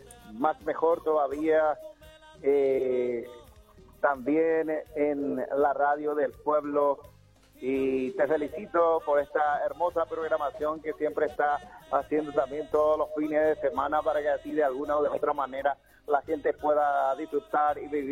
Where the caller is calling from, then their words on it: Paraguay; somos paraguayas, un poco de todo, como buen paraguayo que somos.